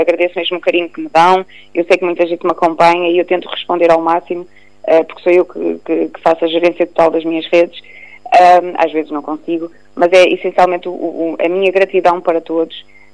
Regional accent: Minho, Portugal; as minhas raízes, como minhota que sou

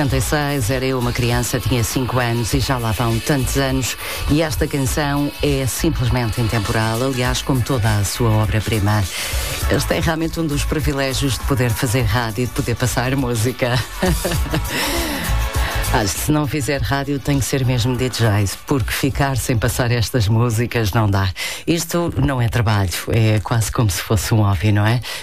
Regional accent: Mafra, Lisbon, Portugal; eu cá sou Saloia, todos nós aqui do Conselho de Mafra também somos, não é?

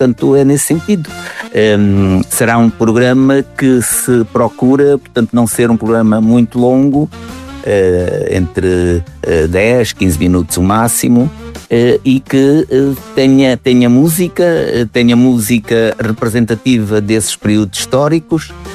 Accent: Barbacena, Alentejo, Portugal; na minha aldeia de Barbacena

